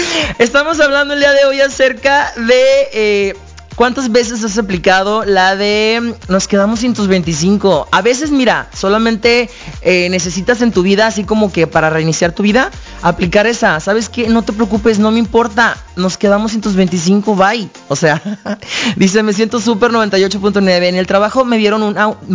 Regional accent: Colima, Mexico; born there; La ciudad de los volcanes, de las palmeras, de los cocos. Estamos aquí, nacimos aquí en Colima

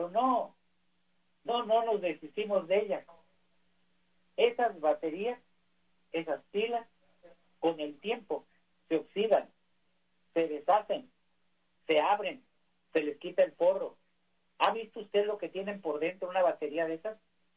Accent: Mexicali, Baja California, Mexico; born there; moved away; yo nací en Mexicali, pero yo creo que me moví antes de que se creara esa colonia

